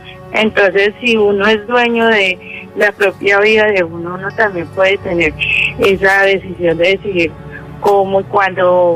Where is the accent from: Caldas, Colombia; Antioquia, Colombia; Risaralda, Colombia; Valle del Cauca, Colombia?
Risaralda, Colombia; Pereira; porque cómo le parece que pues yo soy de Pereira